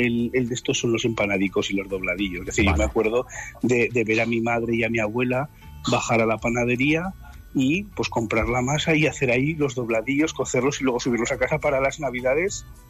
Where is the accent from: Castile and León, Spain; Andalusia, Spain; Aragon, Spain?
Aragon, Spain; Alcalá de Gurrea; Lo que más me gusta de mi pueblo, yo creo que son las gentes que habitan todo el año en él